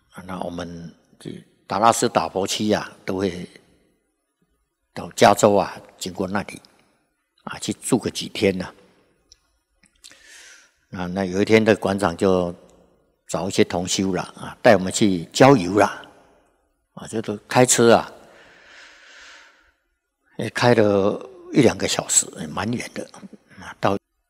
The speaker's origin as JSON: {"language": "Chinese", "country": "Taiwan", "accent": "Taiwanese", "moved": "yes", "lives_now": "Dallas, United States", "said": "那听到我讲话的口音呐、啊、是台湾话啊"}